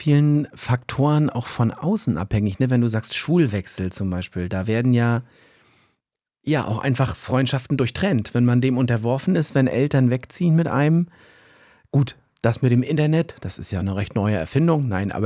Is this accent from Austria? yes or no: no; Rostock, Mecklenburg-Vorpommern, Germany; Also wir kommen aus dem gleichen Ort, ne? Wir kommen aus Rostock.